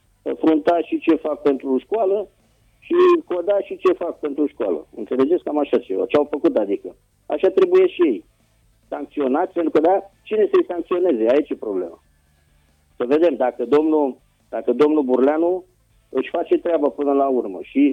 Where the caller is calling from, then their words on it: Moreni, Dâmbovița, Romania; sunt din Moreni